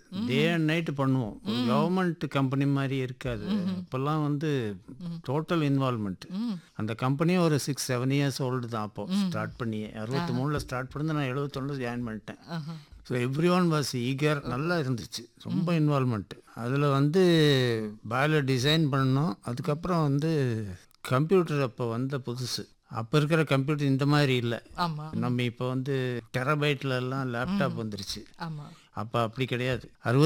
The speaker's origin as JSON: {"language": "Tamil", "town": "Coimbatore", "region": "Tamil Nadu", "country": "India", "tie": "born or raised there", "said": "நான் கோவை தான், பிறந்து வளர்ந்தது எல்லாம் கோவை, படித்ததெல்லாம் கோவை. கோவையில் சரோஜன ஹை ஸ்கூல்."}